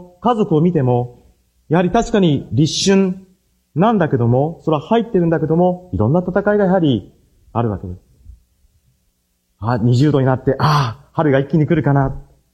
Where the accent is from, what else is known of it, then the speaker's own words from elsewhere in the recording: Tokushima, Japan; 私は徳島のど田舎で生まれて、畑に囲まれて生きてましたから、